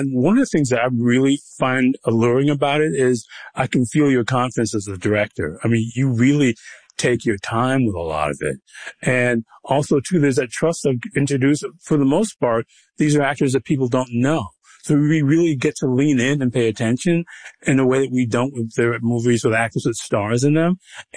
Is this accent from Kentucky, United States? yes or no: no; Detroit, Michigan, United States; I'm from Detroit, so unfortunately I've lived through that part of Ohio a lot.